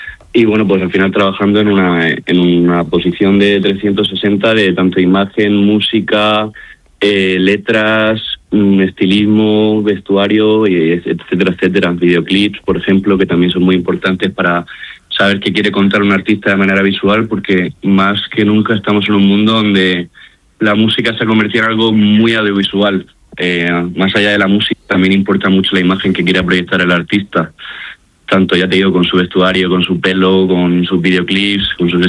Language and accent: Spanish; Murcia, Region of Murcia, Spain; yo también soy de Murcia, el equipo de gimnasia en general, la gran mayoría somos murcianos, entonces para mí también tiene una parte cargada de sentimiento de mi ciudad.